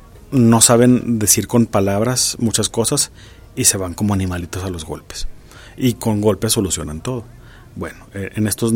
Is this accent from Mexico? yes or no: yes; Mexico